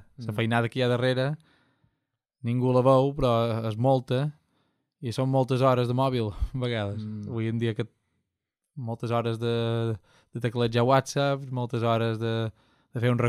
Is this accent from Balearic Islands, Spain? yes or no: yes; Ferreries, Balearic Islands, Spain; som de Ferreries